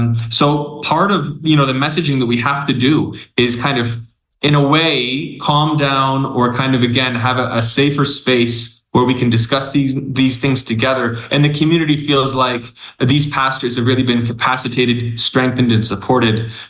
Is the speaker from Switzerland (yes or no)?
no; Canada; now in Democratic Republic of the Congo; I'm a Canadian in the DRC.